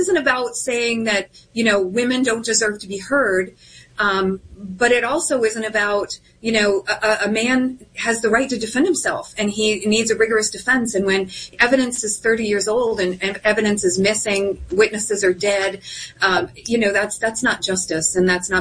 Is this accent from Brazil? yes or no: no; United States; It's deeply concerning as an American to watch this happen.